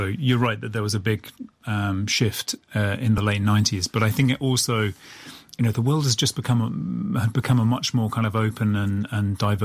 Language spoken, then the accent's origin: English; Oxford, South East England, United Kingdom; moved away as an adult; now in Czech Republic; So I'm from Oxford. So Oxford, famous for its university, but it is a city as well. And I'm from the city of Oxford.